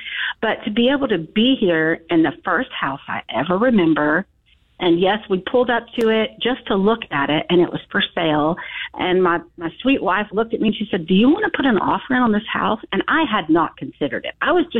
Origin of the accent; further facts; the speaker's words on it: Dallas, Texas, United States; I want to see the house that I was born in Texas and the various homes we lived in. I lived here in Texas, in Dallas, and the surrounding cities off and on until I was about 9 years old.